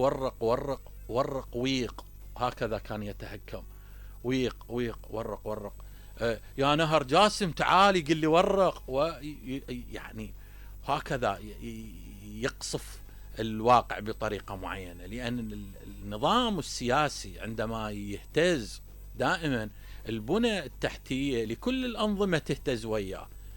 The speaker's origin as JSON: {"language": "Arabic", "country": "Iraq", "said": "وكانت عندنا بالعراق بقوة."}